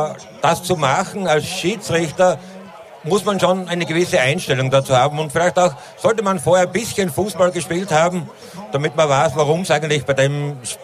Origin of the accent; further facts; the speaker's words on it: Styria, Austria; seit mir als Steirer eben einfach runter